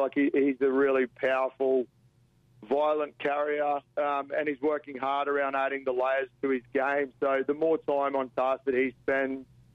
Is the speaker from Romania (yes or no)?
no; Queensland, Australia; also born or lived in Portugal / New Zealand; now in Perth, Australia; Yeah, I'm initially from Queensland, and then I spent a long time overseas. I was in Portugal for 8 years and New Zealand for a couple